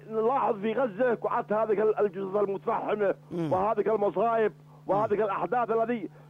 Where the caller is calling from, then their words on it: Yemen; عندنا في اليمن